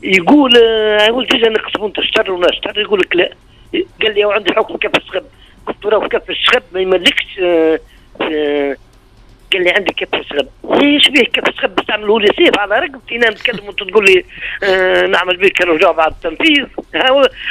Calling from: Ghardimaou, Jendouba Governorate, Tunisia; من الحدود التونسيه الجزائريه.

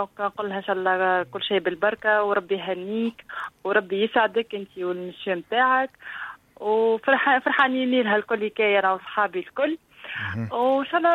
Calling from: Monastir, Monastir Governorate, Tunisia; من مستير.

